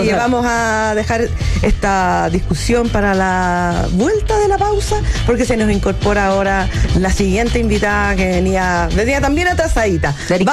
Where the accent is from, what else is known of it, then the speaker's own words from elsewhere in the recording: Chile; tenemos una ansia como chilenos de que las cosas cambien